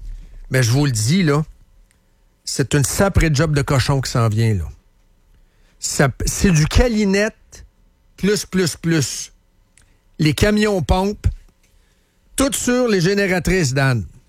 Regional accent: Trois-Rivières, Quebec, Canada; Je viens de Trois-Rivières. Ouais. Et je suis là pour les Québécois.

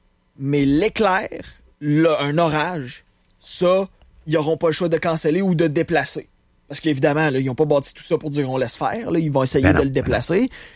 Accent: Canada; vu qu'on est des Canadiens, ben, nous autres, on se fait mettre dans...

